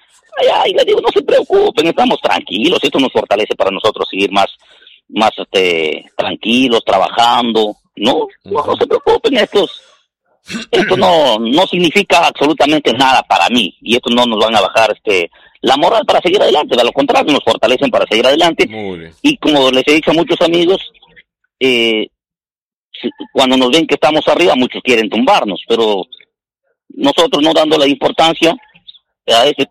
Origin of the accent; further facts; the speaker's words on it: Huarmaca, Piura, Peru; now in Nueva Cajamarca, Peru; yo soy natural de Huarmaca, Piura.